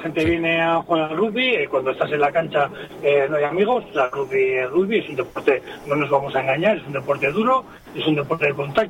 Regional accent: Santoña, Cantabria, Spain; yo soy de Santoña

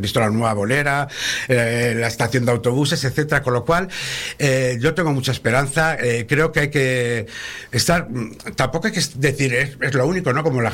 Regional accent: León, Castile and León, Spain; Yo soy de León, es decir, que también lo tengo relativamente cerca, tenemos las médulas, tenemos los picos de Europa

